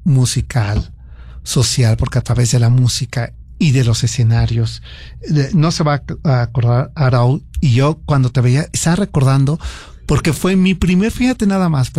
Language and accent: Spanish; Mexico City, Mexico; born there; Porque nosotros nacimos en el DF.